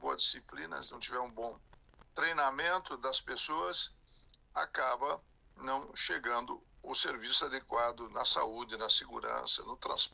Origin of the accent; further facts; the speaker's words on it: Rio Grande do Sul, Brazil; now in Brasília, Brazil; lá na região das missões, de onde que eu venho, lá da região de Santo Ângelo, São Borja, terra do Getúlio Vargas, né? Na fronteira com a Argentina, com o Uruguai.